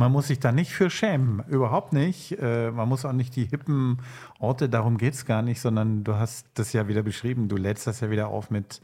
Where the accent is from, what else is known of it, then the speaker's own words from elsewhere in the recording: Baden-Württemberg, Germany; Und dann kann man vielleicht sagen, ich komme aus der Region Stuttgart.